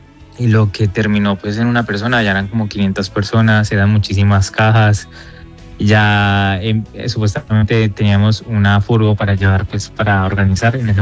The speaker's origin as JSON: {"language": "Spanish", "town": "Pereira", "region": "Risaralda", "country": "Colombia", "moved": "yes", "lives_now": "Barcelona, Spain", "said": "yo soy de Pereira y realmente como que viví eso muy de cerca"}